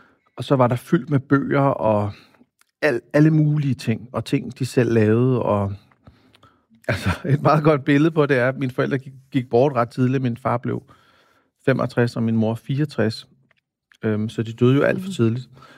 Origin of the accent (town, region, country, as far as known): Copenhagen, Capital Region of Denmark, Denmark; born or raised there